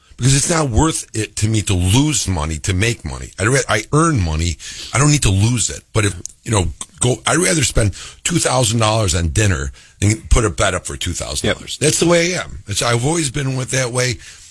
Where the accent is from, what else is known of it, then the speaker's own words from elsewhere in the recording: Rochester, New York, United States; She goes, where are you from? I go, Rochester, New York.